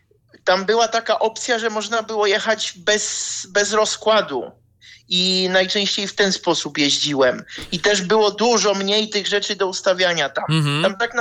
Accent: Prague, Czechia; W Czechach u nas, z Pragi jestem

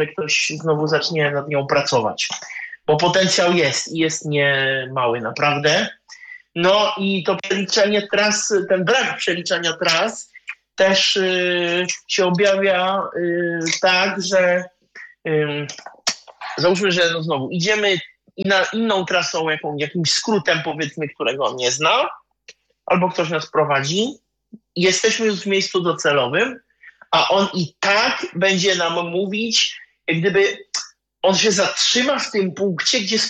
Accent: Czechia; Jako, że jestem z Czech, to telefon mam po czesku

